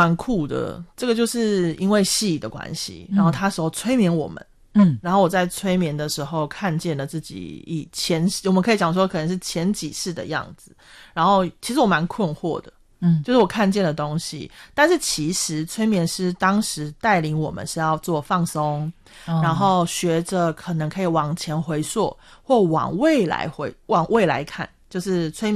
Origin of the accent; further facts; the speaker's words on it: Japan; Chinese is a second language; 对，然后我是一个日本人